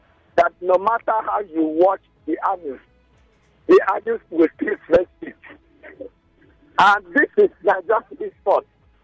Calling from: Port Harcourt, Rivers, Nigeria; I'm calling from Port Harcourt.

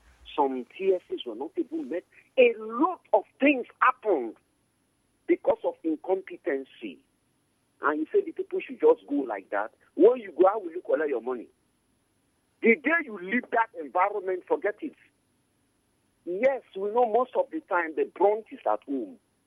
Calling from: Nigeria; from Jaru.

